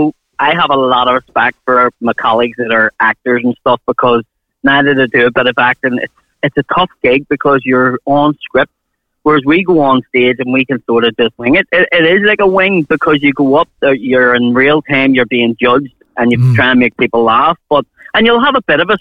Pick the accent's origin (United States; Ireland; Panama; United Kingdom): Ireland; it's about being Irish and being around the world and having gout and having kids and being married